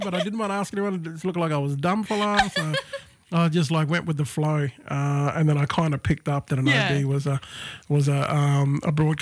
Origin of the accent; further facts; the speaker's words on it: Toowoomba, Queensland, Australia; I loved it anyway growing up in Toowoomba